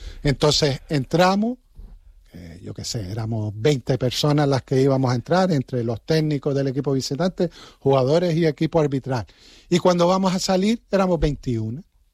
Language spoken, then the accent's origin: Spanish; Arucas, Canary Islands, Spain; yo soy de Arucas